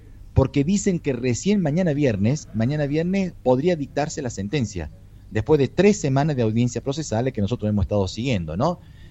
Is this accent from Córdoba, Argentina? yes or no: yes; Córdoba, Argentina; el centro de Córdoba, de mi ciudad natal